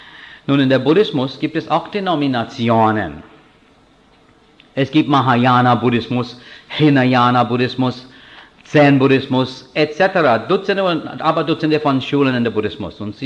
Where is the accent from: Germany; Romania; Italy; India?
India; Meiner Meinung nach als Inder, es gibt viel mehr Toleranz hier im Westen.